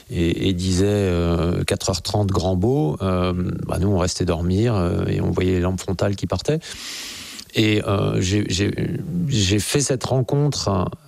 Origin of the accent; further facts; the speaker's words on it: Grenoble, Auvergne-Rhône-Alpes, France; born there; je suis né à Grenoble, donc il y avait le sapet, les plateaux autour de Grenoble, et puis très vite le Queyras